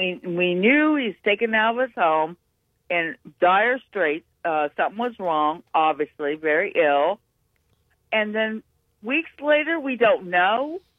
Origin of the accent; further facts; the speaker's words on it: Ohio, United States; Well, I'm from Ohio, obviously.